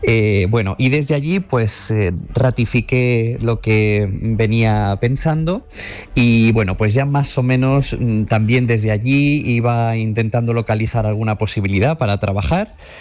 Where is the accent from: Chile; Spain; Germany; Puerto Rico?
Spain; Granada, Andalusia; moved away; Yo soy granadino, desde niño me ha acompañado.